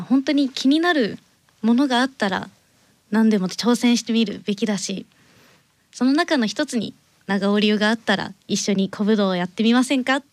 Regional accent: Yamanashi, Japan; moved away as an adult; now in Nonoichi, Japan; 地元は山梨県です。

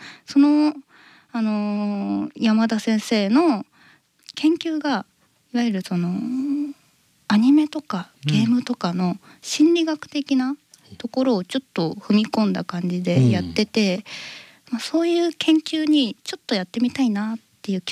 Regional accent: Kumano, Mie, Japan; moved away as an adult; now in Ishikawa, Japan; そもそも三重県の熊野市っていうところで生まれ育ったんですけど、そこの近くに大学とかが全くないので、

